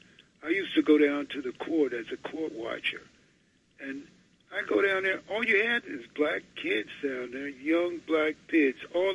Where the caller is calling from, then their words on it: New York City, New York, United States; I'm calling from Brooklyn